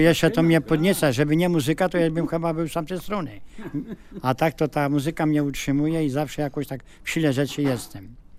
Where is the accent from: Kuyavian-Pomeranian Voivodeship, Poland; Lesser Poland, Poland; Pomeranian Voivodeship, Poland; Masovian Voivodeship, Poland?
Masovian Voivodeship, Poland; Kłudno; born or raised there